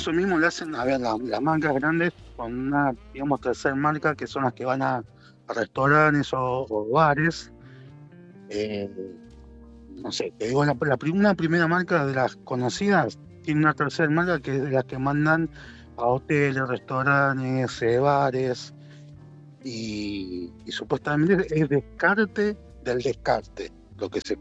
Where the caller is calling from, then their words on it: Buenos Aires, Argentina; de Colegiales.